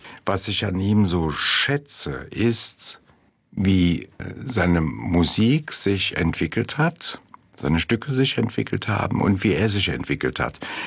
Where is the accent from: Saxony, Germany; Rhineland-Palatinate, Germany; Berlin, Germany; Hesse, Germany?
Rhineland-Palatinate, Germany; Mayen; born there; geboren in Mayen, Eifel, meine Geburtsstadt.